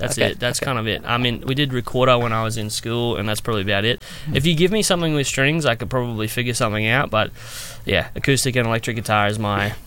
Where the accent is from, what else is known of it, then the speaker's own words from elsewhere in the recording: Caboolture, Queensland, Australia; And I am, in fact, a Caboolture Bogan